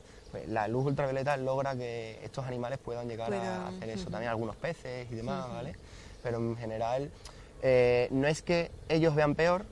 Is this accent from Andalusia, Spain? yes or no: no; Cáceres, Extremadura, Spain; yo soy de Cáceres